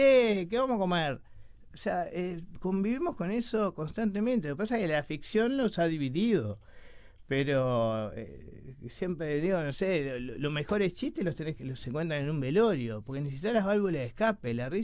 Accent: Montevideo, Uruguay; yo nací en Villa Española, que no es del lugar donde comúnmente salen los escritores.

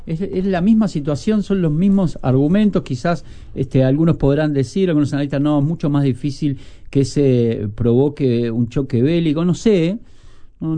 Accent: Uruguay; como niño uruguayo que era en esa época.

